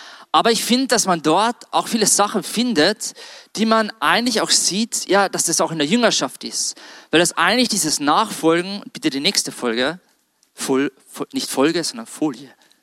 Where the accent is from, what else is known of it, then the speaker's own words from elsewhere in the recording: Austria; Also mehr wie bei uns in Österreich in manchen Fußballstadien drinnen sind.